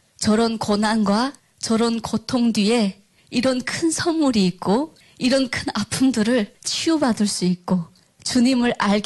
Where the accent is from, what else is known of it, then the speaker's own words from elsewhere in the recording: Saetbyol, North Hamgyong, North Korea; born there; 네, 저는 94년도에 함경북도 샛별이라는 곳에서 딸이 귀한 집에서 태어났습니다.